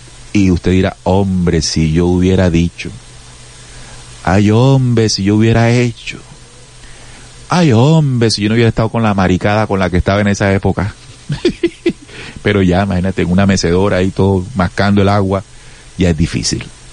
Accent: Colombia; Más allá de izquierda y derecha, somos colombianos.

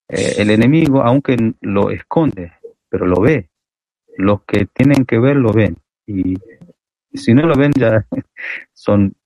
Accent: Iran; decimos que somos de Irán

